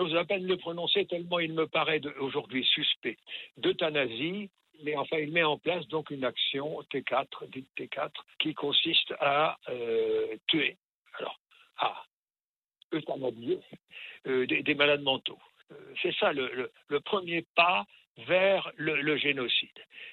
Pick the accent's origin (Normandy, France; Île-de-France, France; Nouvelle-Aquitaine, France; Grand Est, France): Normandy, France